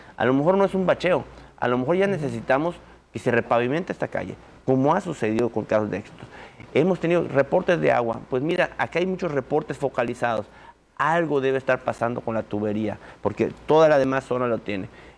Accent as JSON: {"language": "Spanish", "town": "Progreso", "region": "Yucatán", "country": "Mexico", "said": "nosotros los progreseños"}